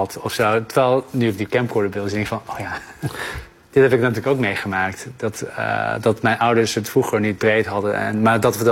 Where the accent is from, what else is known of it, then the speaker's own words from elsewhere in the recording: Netherlands; ik denk vooral toen ik in Nederland hier opgroeide. Ja, ik ben hier geboren en hier naar school ging.